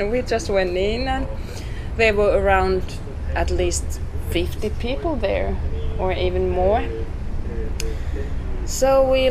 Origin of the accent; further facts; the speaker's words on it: Kalajoki, North Ostrobothnia, Finland; English is a second language; And the local Greens asked me to be their candidate in Kalajoki, in my hometown.